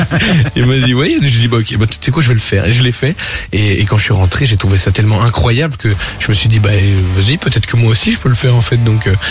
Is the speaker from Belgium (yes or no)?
yes; Belgium; parce que je suis belge.